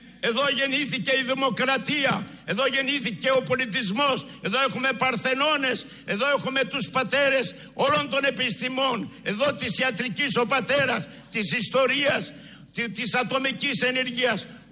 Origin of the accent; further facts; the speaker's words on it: Greece; να αγαπούμε την πατρίδα μας την Ελλάδα.